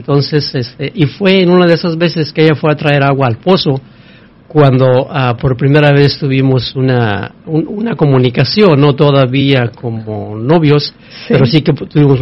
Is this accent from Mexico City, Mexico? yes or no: no; Zacatecas, Mexico; now in Yuba City, United States; nosotros somos originarios de Zacatecas, México, de un ranchito que se llama El Salitre, del municipio de Valparaíso, Zacatecas.